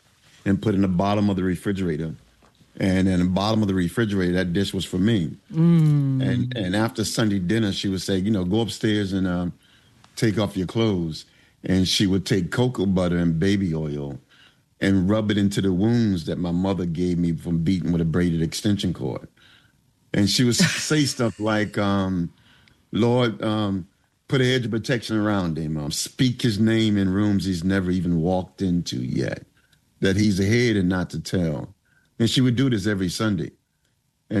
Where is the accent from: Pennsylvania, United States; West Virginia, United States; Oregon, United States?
Pennsylvania, United States; Philadelphia; anytime you need anything for my hometown, Philadelphia, you can always count me in.